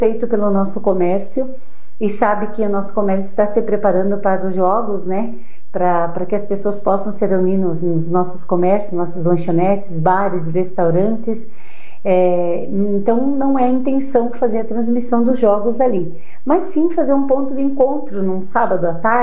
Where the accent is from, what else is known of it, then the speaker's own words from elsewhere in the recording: Brazil; somos brasileiros